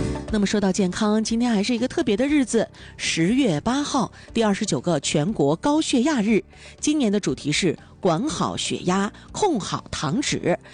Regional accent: Dalian, Liaoning, China; 这个季节咱们大连人讲究春捂秋冻

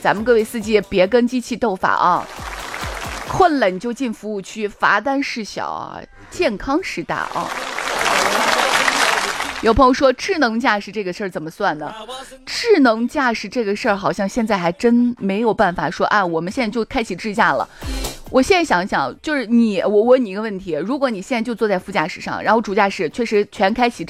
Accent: Shaanxi, China; 尤其是对于我们陕西人看了一眼我都想笑。

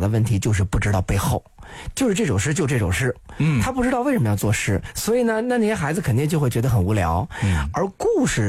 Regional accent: Beijing, China; accent: Beijing dialect

